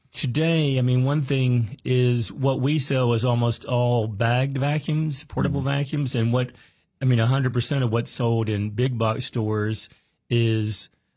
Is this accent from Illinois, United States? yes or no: no; Greenville, North Carolina, United States; Well, I had met someone in Greenville, North Carolina, which is my hometown